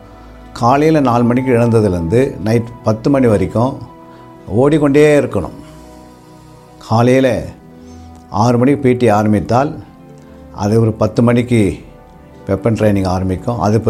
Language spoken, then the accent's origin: Tamil; Tamil Nadu, India; என்னுடைய சொந்த ஊர் அரக்கோணம் என்ற பகுதியிலே சில்வர்பட்டு கிராமத்திலே நான் 1964 பிறந்து